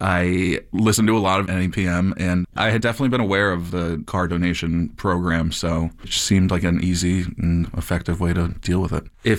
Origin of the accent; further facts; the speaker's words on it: Longmeadow, Massachusetts, United States; I'm from Longmeadow, Massachusetts, and I used to drive a 1997 Nissan Altima.